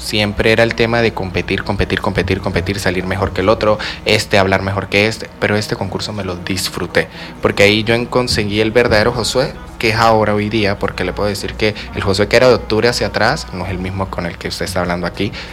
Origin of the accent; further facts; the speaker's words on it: La Grita, Táchira, Venezuela; Mi familia, por parte de mamá, viene de La Grita. Nosotros somos de La Grita principalmente, la familia de mi papá viene del Llano y tengo familia en Pregonero, en casi todos lados